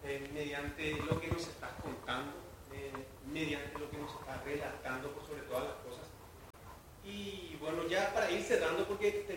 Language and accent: Spanish; Paraguay